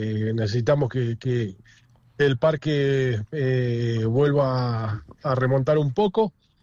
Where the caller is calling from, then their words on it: Gobernador Costa, Chubut, Argentina; mi pueblo, Gobernador Costa